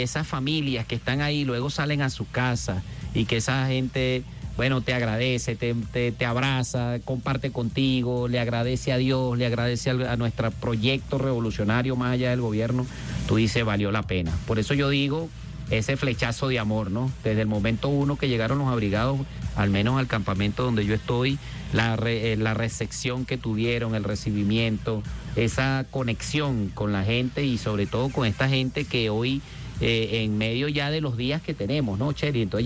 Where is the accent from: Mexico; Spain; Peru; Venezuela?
Venezuela; Esto es lo que somos los venezolanos, Brazón. Los venezolanos somos alegría.